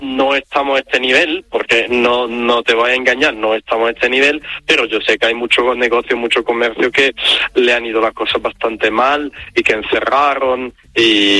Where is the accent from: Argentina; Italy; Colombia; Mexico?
Italy; now in Ceuta, Spain; porque como yo soy italiano, en Ceuta me lo paso increíble, pero también yo no tengo familia aquí ni nada, entonces podría irme si quiero.